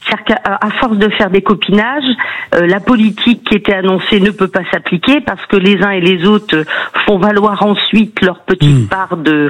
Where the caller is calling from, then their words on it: Challans, Pays de la Loire, France; En Vendée.